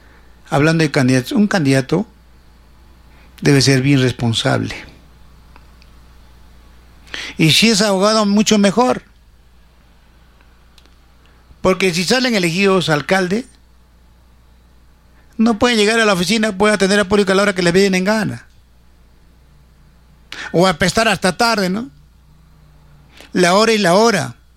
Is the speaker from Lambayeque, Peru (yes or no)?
no; Cerro Colorado, Arequipa, Peru; born there; Yo nací en Cerro Colorado, en el sector de Zamácola.